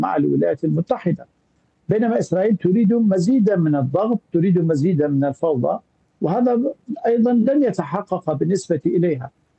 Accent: Syria; من هذا المنطلق أعود للقول أننا كسوريين كلما تمسكنا أكثر

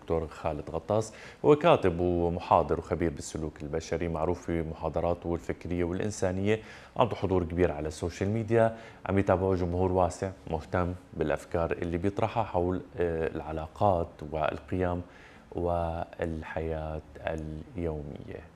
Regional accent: Syria; بلدنا سوريا.

